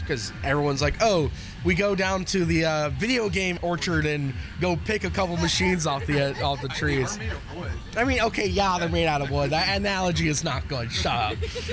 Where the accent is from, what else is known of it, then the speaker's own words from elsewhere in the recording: Utah, United States; born there; moved away; I was born in 94, Scylla was 92. I'm actually originally from Utah